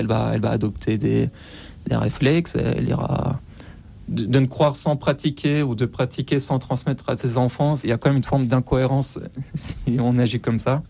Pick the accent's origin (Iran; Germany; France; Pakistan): Iran; moved away; Et voilà, je suis parti un peu comme un voleur. Sauf qu'entre-temps, voilà, quand j'ai quitté l'Iran, très vite, il y a eu le Covid.